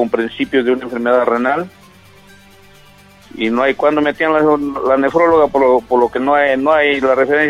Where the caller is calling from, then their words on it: Jaén, Cajamarca, Peru; yo soy de acá de Jaén